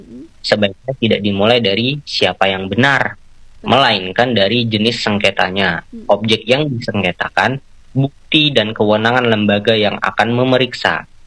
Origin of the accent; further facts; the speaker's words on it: Jakarta, Indonesia; saya kan orang Jakarta.